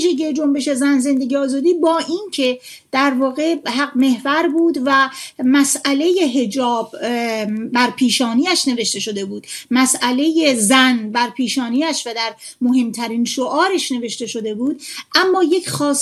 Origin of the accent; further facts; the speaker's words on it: Iran; ما همه مردمیم، ما همه ایرانیم